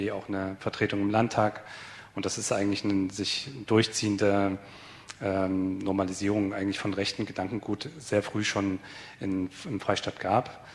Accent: Saxony, Germany; Also ich bin ja aus Sachsen

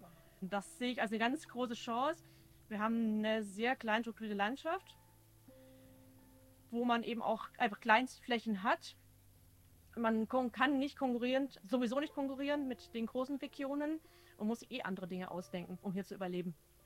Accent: Baden-Württemberg, Germany; now in North Hesse, Germany; Ich komme eigentlich aus dem Süden, aus Baden-Württemberg.

